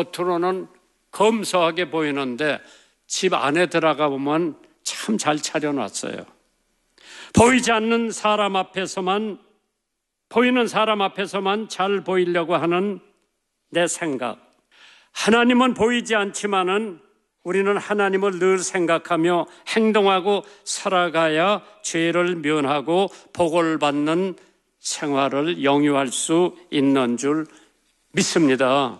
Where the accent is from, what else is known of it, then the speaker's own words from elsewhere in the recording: South Korea; 우리 한국 사람들은 제너럴 앨러스가 존경한다고 하지만은 제가 본 한국 사람들은 체면을 많이 생각을 해요.